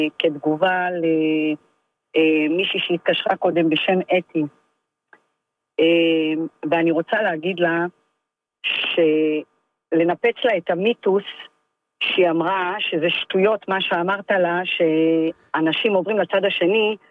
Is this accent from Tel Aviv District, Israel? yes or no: no; Rehovot, Central District, Israel